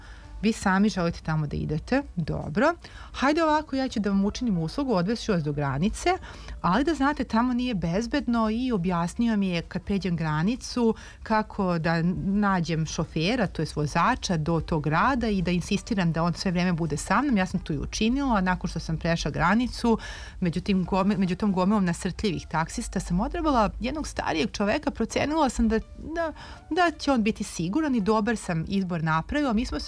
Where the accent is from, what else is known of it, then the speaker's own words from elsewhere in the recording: Serbia; ona je primetila da dolazim iz Srbije.